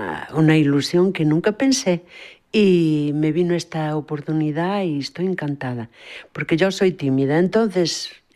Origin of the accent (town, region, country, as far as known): Galicia, Spain; now in Switzerland